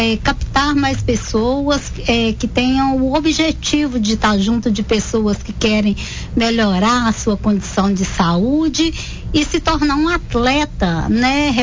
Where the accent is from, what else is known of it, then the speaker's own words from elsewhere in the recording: Coronel Fabriciano, Minas Gerais, Brazil; eu sou aqui de Coronel Fabriciano, né?